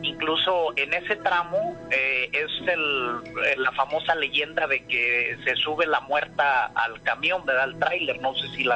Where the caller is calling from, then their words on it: Jalisco, Mexico; Yo soy del estado de Jalisco y pues para allá, para el rumbo de San Juan de los Lagos, se usa mucho los dulces de leche.